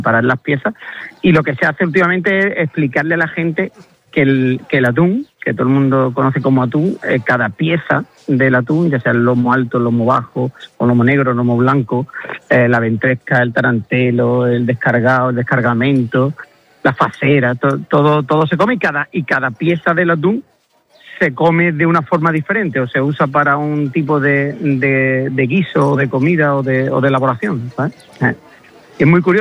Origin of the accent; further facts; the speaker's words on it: Andalusia, Spain; y en mi tierra, por la parte que decías tú, Ana, muy bien, que mi pueblo está a 40... Yo digo que Villarreal está a 40 kilómetros de todo, porque está a 40 kilómetros de Huelva capital, está a 45 de Sevilla